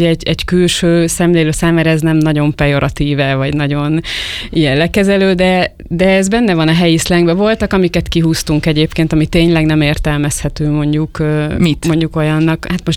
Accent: Tolna, Hungary; now in Pécs, Hungary; akkor én nem Pécsen éltem még, hanem egy kisebb városba, sőt egy faluba nőttem föl gyakorlatilag Dombóvár mellett. Viszont most Pécsen élek

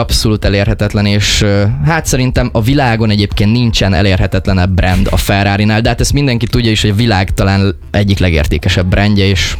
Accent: Hungary; magyarok vagyunk, és nem olaszok

